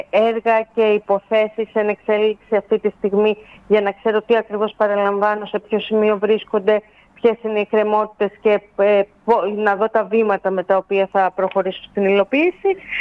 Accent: Leipsoi, South Aegean, Greece; αγαπώ τον τόπο μου

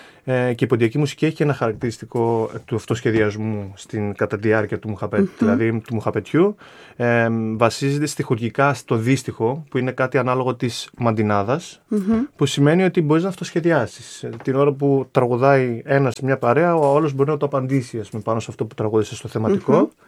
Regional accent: Plagiari, Thessaloniki, Central Macedonia, Greece; born there; also born or lived in Yerevan, Armenia; Το πρώτο μεταφερθήκαμε στο Πλαγιάρι της Θεσσαλονίκης και από το Πλαγιάρι μετά πήγαμε, δεν ξέρω πώς, συγκυριακά, ας πούμε, στο Κολχικό Λαγκαδά.

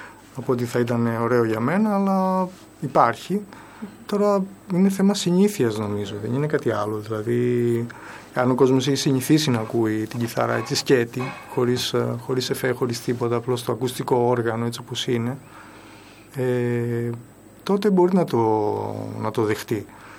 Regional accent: Amaliada, West Greece, Greece; now in Amaliada, Greece; Τότε εγώ μεγάλωσα στην Αμαλιάδα.

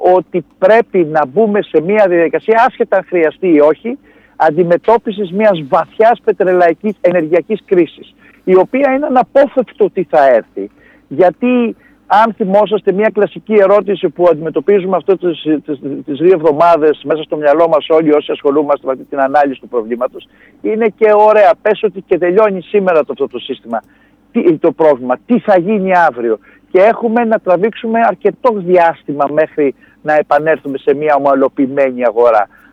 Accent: Greece; σαν Έλληνες που είμαστε

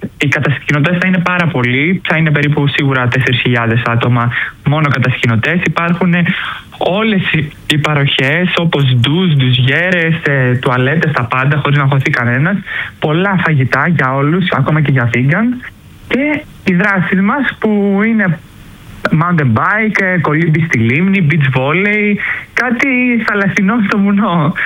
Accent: Greece

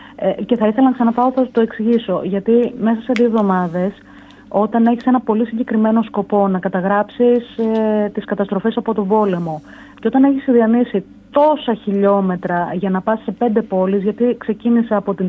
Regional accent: Greece; Τους έλεγα ότι είμαι από Ελλάδα

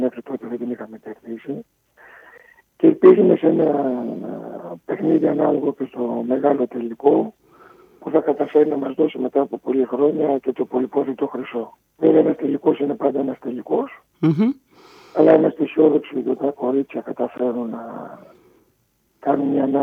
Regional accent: Patras, Western Greece, Greece; είμαστε από την Πάτρα για την καταγωγή

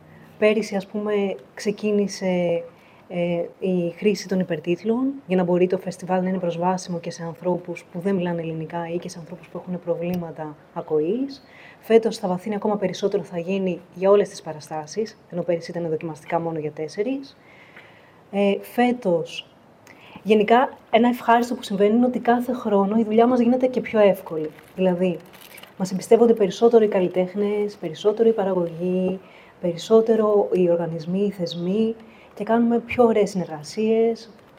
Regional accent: Greece

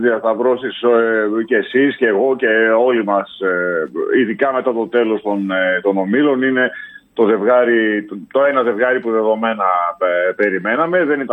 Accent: Thessaloniki, Central Macedonia, Greece; Είμαι από τη Θεσσαλονίκη

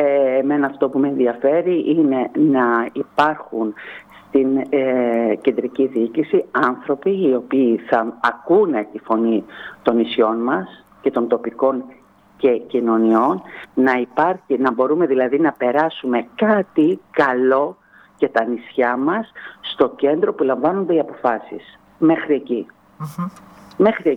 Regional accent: Tilos, South Aegean, Greece; Εγώ είμαι σήμερα δήμαρχος Τήλου και υπηρετώ το νησί μου, τον τόπο μου

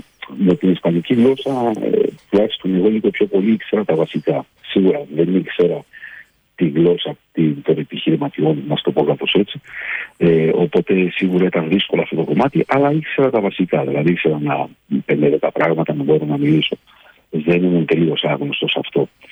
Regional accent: Thessaloniki, Central Macedonia, Greece; moved away as an adult; now in Bogotá, Colombia; Μεγαλώσαμε μαζί στην Τούμπα.

